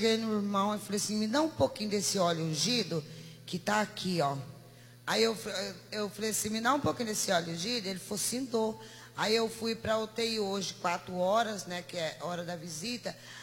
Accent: Mato Grosso, Brazil; E ontem eu vim aqui pela primeira vez, porque eu sou de Mato Grosso e minha mãe é de Jiparaná.

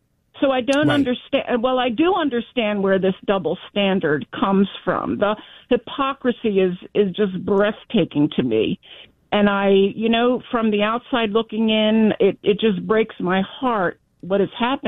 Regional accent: Baltimore, Maryland, United States; you know, I was born and raised in Baltimore. And I hate what's happened to our beautiful city.

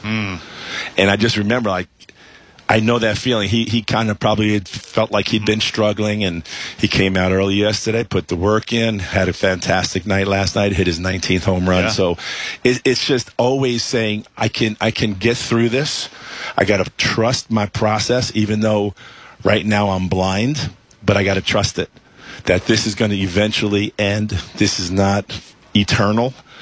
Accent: New York City, New York, United States; I grew up in Queens. I had 7 brothers and sisters, so total of 8. I was the youngest boy and number 7 in that batting order.

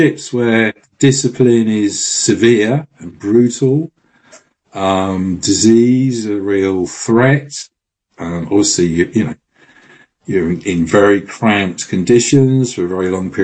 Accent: London, United Kingdom; And, as a Londoner, I'm fascinated by, at that point, the biggest city in Europe

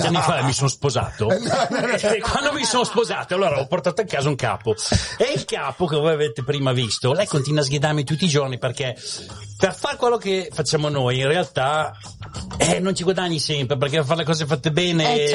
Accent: Lombardy, Italy; moved away; Fuori Milano, in provincia

